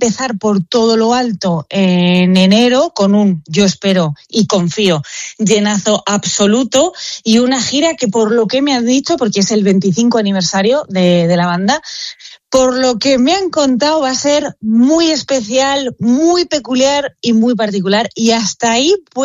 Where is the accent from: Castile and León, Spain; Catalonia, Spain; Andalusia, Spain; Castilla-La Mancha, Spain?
Castilla-La Mancha, Spain; Albacete; porque obviamente una es muy de Albacete y muy de su tierra.